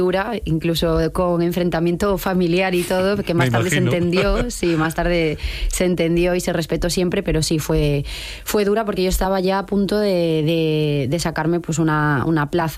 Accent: Galicia, Spain; Es cierto que como gallega conozco las verbenas, pero nunca las había conocido desde dentro.

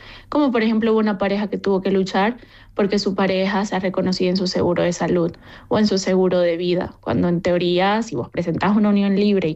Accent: Bolivia; Y yo le dije, bueno, que yo como boliviana tenía todo el derecho de pedirlo, aunque no fuera legal todavía.

